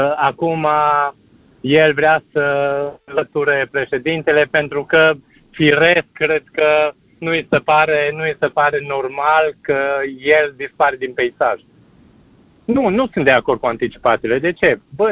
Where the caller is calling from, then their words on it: Bistrița, Bistrița-Năsăud, Romania; din Bistrița sunt.